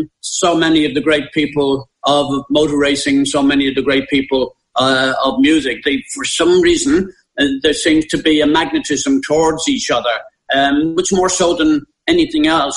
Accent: Ireland; I was born just after the war, and I must tell you, as an Irish person, I felt inferior. I had an inferiority complex when I went to England.

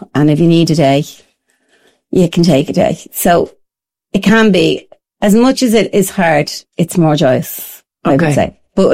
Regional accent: Ireland; As Irish people.

